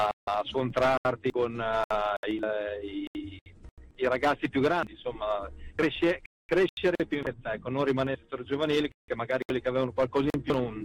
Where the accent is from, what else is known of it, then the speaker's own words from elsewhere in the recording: Crespellano, Emilia-Romagna, Italy; del mio paese, di Crespellano, che era appunto la società, il paese dove vivevo